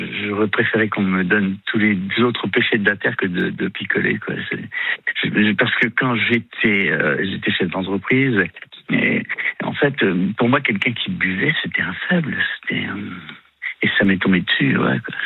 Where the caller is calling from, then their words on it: Nantes, Pays de la Loire, France; je suis sur Nantes